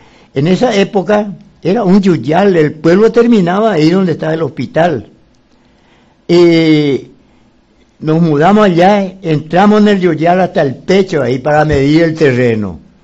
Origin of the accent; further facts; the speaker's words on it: Asunción, Paraguay; moved away as an adult; now in Pedro Juan Caballero, Paraguay; De Asunción. Yo nací en Asunción, me crié ahí y vine a Pedro Juan.